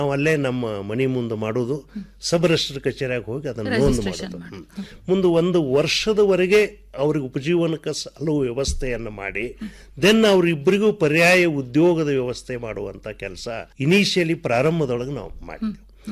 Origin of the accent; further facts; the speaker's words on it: Karnataka, India; ನನ್ನ ಊರಮ್ಮ ಮಲಬಾದ್ ಅಂತ ಅಥಣಿ ತಾಲೂಕಿನ ಹಳ್ಳಿ